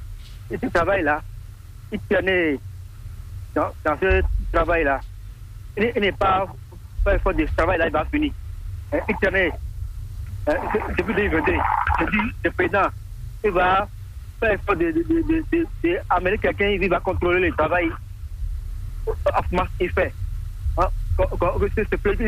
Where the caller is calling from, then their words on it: Porto-Novo, Ouémé, Benin; Depuis Porto-Novo, en Esmarvie, à Gras.